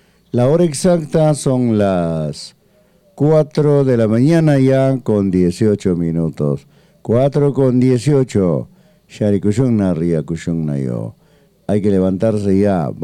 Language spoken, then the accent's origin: Spanish; Peru; first language Quechua; Spanish is a second language; nosotros fuimos los primeros que revolucionamos nuestro idioma materno, que es quechua.